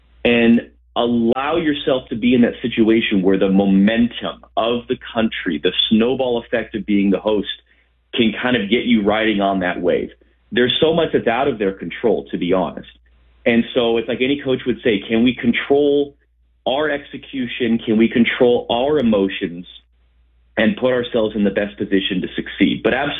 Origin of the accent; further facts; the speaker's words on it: Northwest, United States; growing up a soccer fan, growing up in the Northwest, being around the sport, you know, dreaming of being a play-by-play announcer.